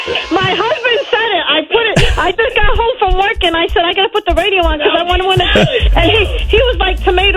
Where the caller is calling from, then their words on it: Bridgeport, Connecticut, United States; I'm calling from Bridgeport.